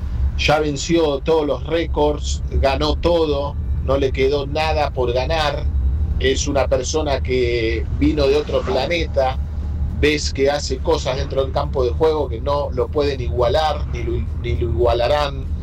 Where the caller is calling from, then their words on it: Ituzaingó, Buenos Aires Province, Argentina; de Ituzaingó.